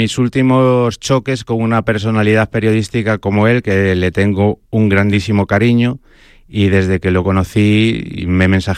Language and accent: Spanish; Vicedo, Galicia, Spain; Su pueblo preferido, sus vacaciones favoritas son estar en mi pueblo, en Vicedo.